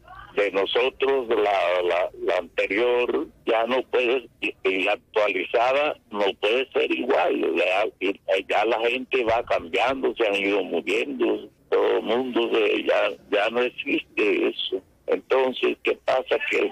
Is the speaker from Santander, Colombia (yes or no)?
no; El Paso, Cesar, Colombia; born or raised there